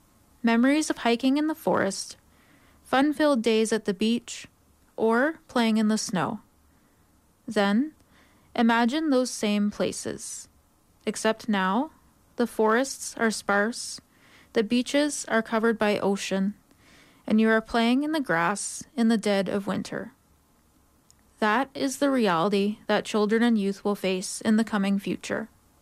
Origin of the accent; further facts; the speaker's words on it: Fredericton, New Brunswick, Canada; now in Calgary, Canada; I am from Fredericton, New Brunswick, which is the unceded territory of the Wolastoqiyik, Mi'kmaq, and Passamaquoddy peoples, who signed peace and friendship treaties with the British Crown in the 1700s.